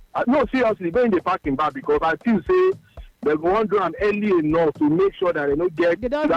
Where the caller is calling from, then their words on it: Abuja, Federal Capital Territory, Nigeria; I'm calling from Abuja.